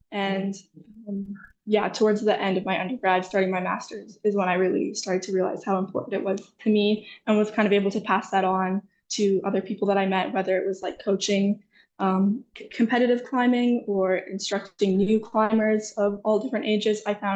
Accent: Calgary, Alberta, Canada; moved away as an adult; now in Victoria, Canada; So I grew up in Calgary, but I moved to Victoria to do my master's

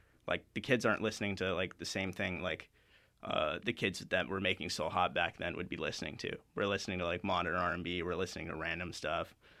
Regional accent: Surrey, British Columbia, Canada; I'm from Surrey, British Columbia.

